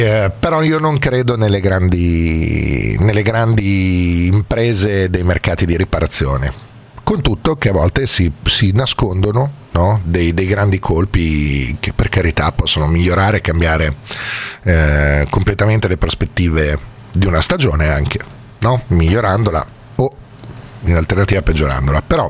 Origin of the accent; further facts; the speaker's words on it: Bologna, Emilia-Romagna, Italy; siamo bolognesi al 100% con dei cuori rosso-blu.